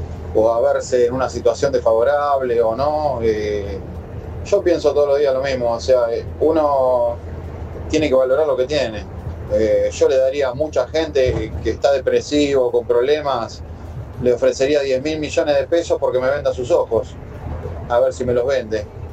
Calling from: La Plata, Buenos Aires Province, Argentina; de La Plata

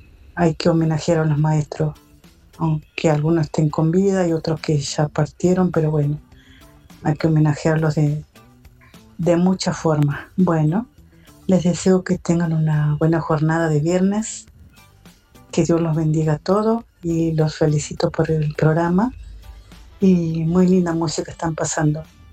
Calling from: San Martín, Argentina; de San Martín

